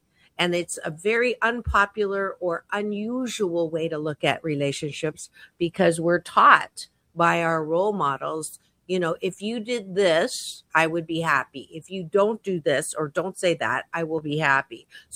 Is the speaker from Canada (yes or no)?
yes; Canada; now in United States; I grew up in Canada